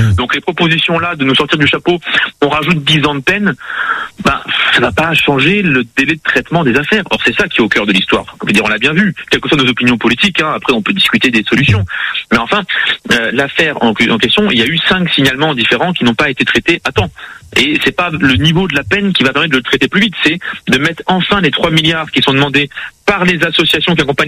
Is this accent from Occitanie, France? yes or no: yes; Toulouse, Occitanie, France; Alors, pour le coup, en tant que Toulousain, hein